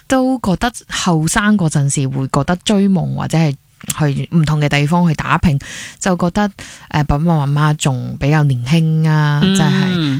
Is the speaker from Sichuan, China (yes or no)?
yes; Sichuan, China; now in Hong Kong; 我其实四个很喜欢香港，我觉得可能我们四川那边即受到香港的文化影响很多，电影啊，